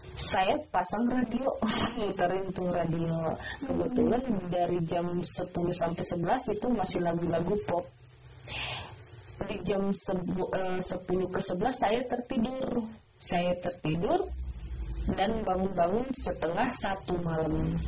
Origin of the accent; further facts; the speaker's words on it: North Sumatra, Indonesia; first language Batak; Indonesian is a second language; now in Bogor, Indonesia; kebetulan kan kita Batak Toba ya. Waktu di kampung saya bernyanyi dengan bahasa saya, bahasa Batak. Saya di Bogor, karena rata-rata udah pada pakai bahasa Indonesia